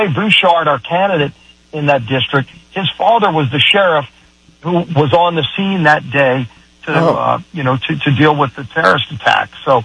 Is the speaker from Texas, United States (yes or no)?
no; New Orleans, Louisiana, United States; And, you know, look, I come from New Orleans.